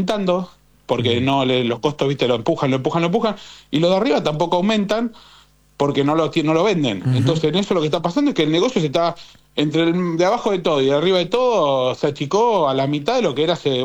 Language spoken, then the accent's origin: Spanish; Villa Bosch, Buenos Aires Province, Argentina; yo soy el 3 de febrero, soy de Villa Bosch.